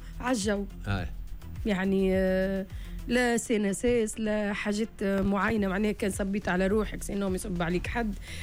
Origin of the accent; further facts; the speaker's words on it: Tunisia; احنا انا تغربت ومشيت وخرجت وشفت الناس قديش يعتزوا بالهوية متاعهم وكل وانا تونسية وفي تونس